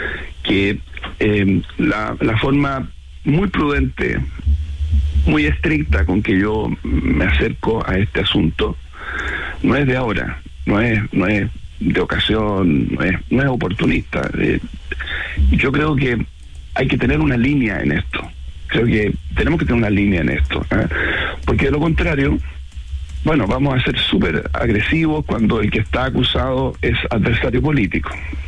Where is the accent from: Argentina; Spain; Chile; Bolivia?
Chile; Yo, como ciudadano chileno